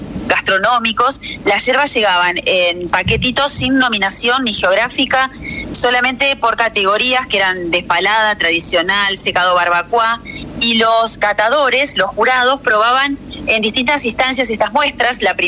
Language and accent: Spanish; Argentina